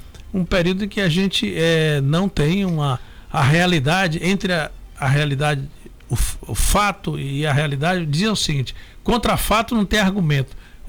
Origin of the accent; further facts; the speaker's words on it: Bahia, Brazil; born there; eu sou de Taboão, né? Eu me lembro... Eu nasci aqui, né?